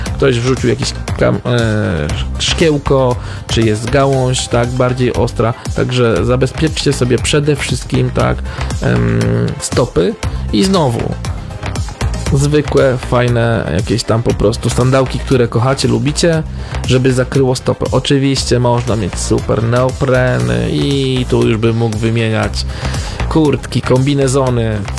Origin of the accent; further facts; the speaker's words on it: Lubusz Voivodeship, Poland; born there; also born or lived in Dąbrowa Górnicza, Silesian Voivodeship; pochodzę z Dąbrowy Górniczej. Ale tu zostałem przywieziony przez rodziców w latach 70., kiedy miałem 7 lat.